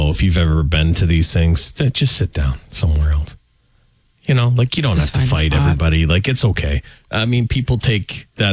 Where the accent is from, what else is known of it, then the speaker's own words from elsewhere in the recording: Canada; now in United States; this is the thing about growing up in Canada.